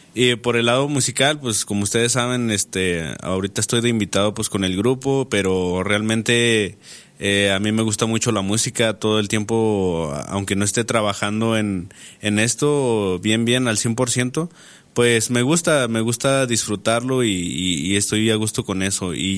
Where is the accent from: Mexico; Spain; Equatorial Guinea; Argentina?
Mexico; Wixárika territory; traemos esa descendencia muy marcada, y no por el simple hecho de hablar el idioma significa que seamos wirras